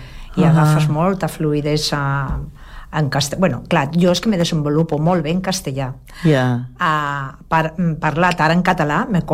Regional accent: Catalonia, Spain; born there; first language Spanish; Catalan is a second language; sempre m'ha agradat parlar el català. És que, a veure, jo no he nascut a Barcelona, però m'estimo Barcelona. Jo considero que sóc catalana. Hi ha gent amb 40 o 30 anys que no porten tota la vida com jo a Catalunya.

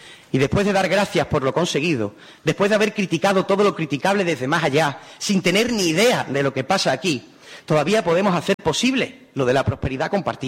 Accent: La Línea de la Concepción, Andalusia, Spain; also born or lived in Madrid; ¿Cuántas veces os ha pasado por la cabeza decir de Cádiz? De Cádiz no, señores, de la línea.

